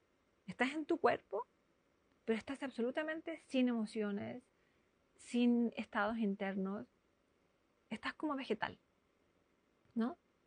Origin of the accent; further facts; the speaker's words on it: Chile; Yo soy chilena.